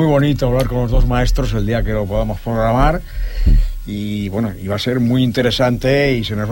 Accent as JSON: {"language": "Spanish", "town": "Barcelona", "region": "Catalonia", "country": "Spain", "tie": "born or raised there", "said": "en el barrio, ahí en la Sagrada Familia, donde yo nací, donde vivía hasta los 31 años"}